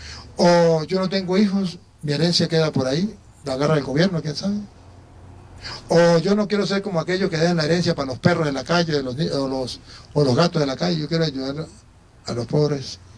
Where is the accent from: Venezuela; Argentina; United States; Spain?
Venezuela; pues yo vengo de Venezuela, y ustedes saben la situación que está pasando en Venezuela